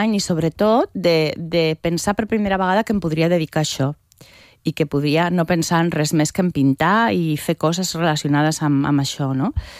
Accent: Zaragoza, Aragon, Spain; moved away as an adult; now in Catalonia, Spain; jo vaig venir a estudiar a Barcelona, soc de Saragossa, vaig venir a estudiar a Barcelona perquè a Saragossa encara no hi ha Facultat de Belles Arts, vale? Jo vaig venir fa molts anys i ja em vaig quedar a Catalunya a viure.

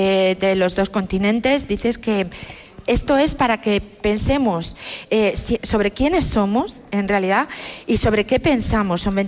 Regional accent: Santa Cruz de Tenerife, Canary Islands, Spain; Somos tenerifenses, prácticamente. Tinerfeños, tinerfeñas. Soy chicharreras.

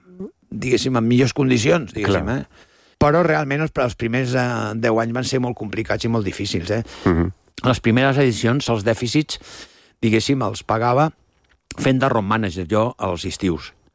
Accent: Barcelona, Catalonia, Spain; born there; Jo que sóc nascut a Hostafrancs

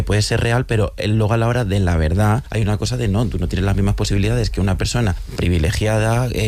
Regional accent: Madrid, Community of Madrid, Spain; yo soy de Villaverde

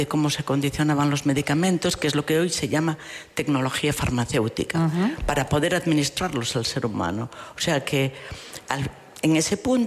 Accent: Carrizo, Castile and León, Spain; Me siento tremendamente unida a mi pueblo de Carrizo.

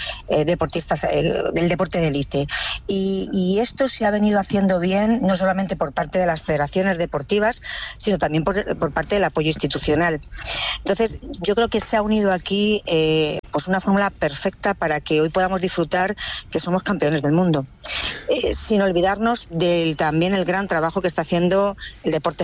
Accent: Spain; yo sinceramente me siento orgullosa de todo como ha transcurrido, no solamente como española, sino también, como no, como ministra de Educación

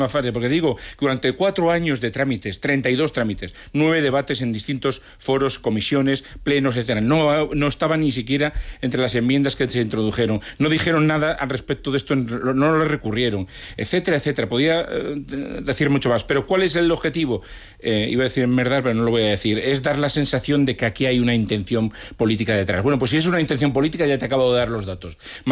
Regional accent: Galicia, Spain; yo soy gallego y la inmensa mayoría de estos votantes en Buenos Aires, en Argentina y en esos países son gallegos

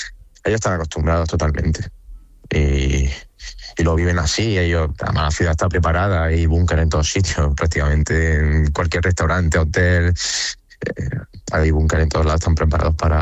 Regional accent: Spain; Hay cinco, somos 5 españoles en el cuerpo técnico también

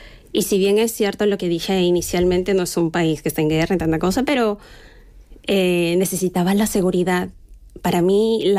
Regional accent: Lima, Peru; moved away as an adult; now in Spain; Soy de Lima, de la capital.

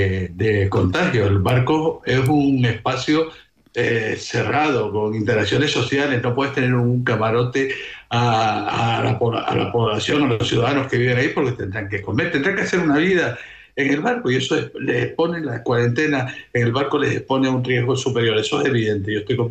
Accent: Tenerife, Canary Islands, Spain; now in Las Palmas, Spain; Sí, soy de Tenerife, pero vivo en Las Palmas.

